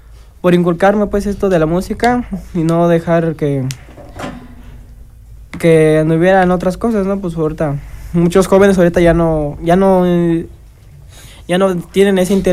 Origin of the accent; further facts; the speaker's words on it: San Pedro, Mexico; logré entrar en una banda ya de mi pueblo, pues, de San Pedro.